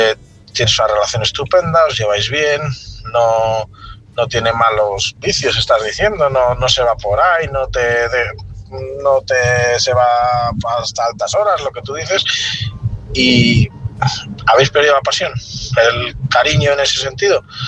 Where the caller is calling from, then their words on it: Palencia, Castile and León, Spain; Hola, buenas noches. … corresponsal de Palencia